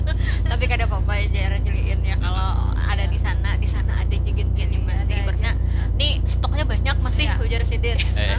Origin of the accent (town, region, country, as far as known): Banjarmasin, South Kalimantan, Indonesia